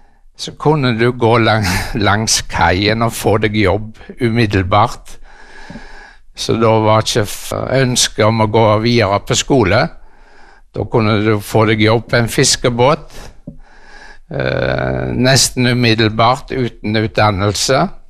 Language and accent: Norwegian; Karmøy, Rogaland, Norway; Ja, jeg vokste opp på Karmøy, eller nærmere bestemt Sævlandsvik. I oppveksten så hadde jeg et relativt trygt miljø rundt meg. Vokste opp i en kristen heim.